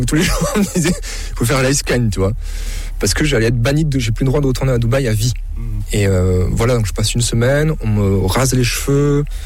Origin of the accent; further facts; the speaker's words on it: France; Pour rentrer chez moi en France.